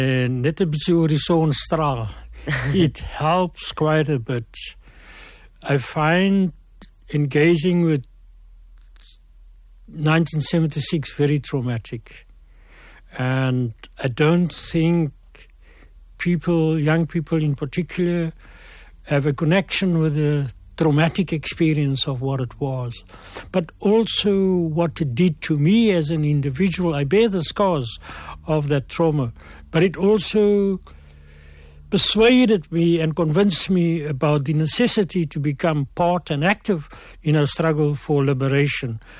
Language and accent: English; Cape Town, Western Cape, South Africa; I grew up in the Steenberg Retreat area.